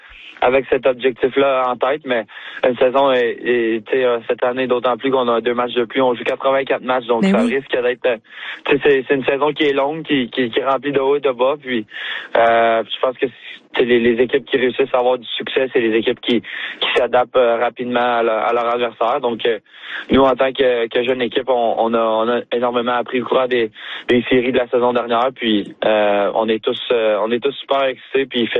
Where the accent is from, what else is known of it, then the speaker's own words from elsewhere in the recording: Quebec, Canada; Comme t'as dit, en tant que Québécois, de jouer pour le Canadien, c'est spécial.